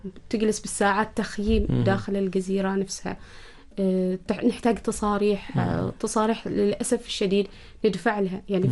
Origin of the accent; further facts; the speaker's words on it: Oman; عندنا في سلطنة عمان